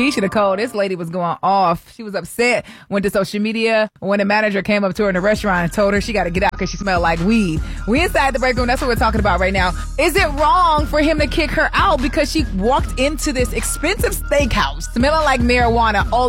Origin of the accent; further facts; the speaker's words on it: California, United States; I'm from Cali too, so it don't bother me none, girl.